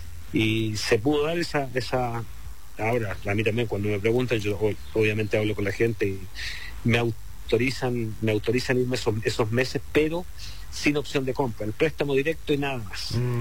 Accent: Santiago Metropolitan, Chile; moved away as an adult; Y al final por eso también decido volver a Chile.

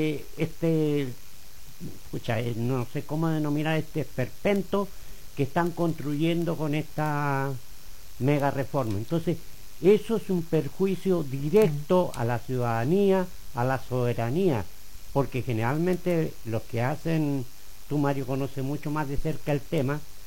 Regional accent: Santiago, Santiago Metropolitan Region, Chile; now in La Unión, Chile; yo tengo bastante contacto con mi comuna de origen. Yo, como muchos saben, soy de Santiago, viví en la comuna de Cerro Navia

